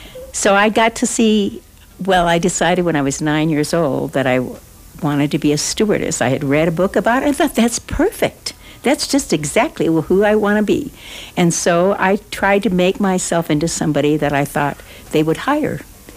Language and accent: English; Wisconsin, United States; Yes, I came from Wisconsin.